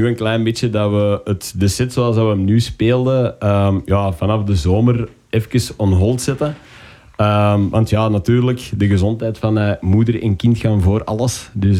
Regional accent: Kessel, Flanders, Belgium; Wij komen uit Kessel, Beersen.

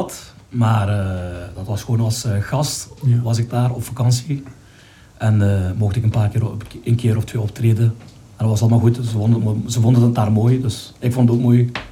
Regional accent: Maastricht, Limburg, Netherlands; Ik kom uit Maastricht, ja, klopt.

